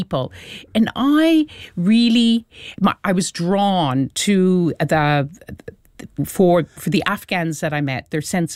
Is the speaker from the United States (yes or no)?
no; Atlantic Canada, Canada; accent: Irish; moved away; I come from the east coast of Canada. My French name indicates that I have a French Acadian ancestry, the people who ended up in Louisiana, yes, expelled by the British.